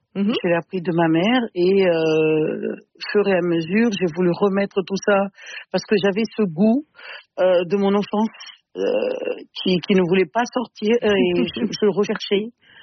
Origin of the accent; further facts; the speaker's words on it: Mayotte; je fais la production de riz, de riz complet, de riz padi, on appelle ça chez nous à Mayotte. C'est une tradition que nous avons depuis très très longtemps